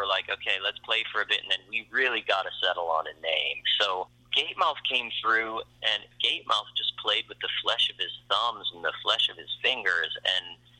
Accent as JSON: {"language": "English", "town": "Saskatoon", "region": "Saskatchewan", "country": "Canada", "tie": "born or raised there", "said": "growing up in Saskatchewan during the long, cold winters"}